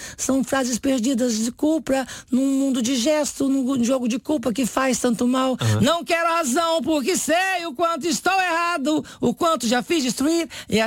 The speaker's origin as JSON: {"language": "Portuguese", "region": "Minas Gerais", "country": "Brazil", "moved": "as an adult", "lives_now": "São Paulo, Brazil", "said": "Quando eu saí de Minas Gerais, com 20 anos de idade, para São Paulo, estou em São Paulo há 41 anos de idade, eu fui no santuário dela, num morro que tem Poços de Caldas, sul de Minas"}